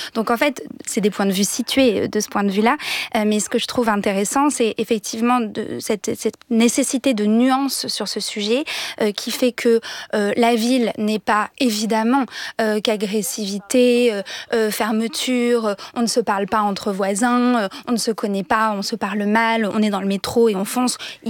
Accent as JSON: {"language": "French", "region": "Auvergne-Rhône-Alpes", "country": "France", "tie": "born there", "moved": "yes", "said": "moi, c'était un peu ce que je ressentais dans l'Allier, c'est-à-dire effectivement les haies du bocage bourbonnais"}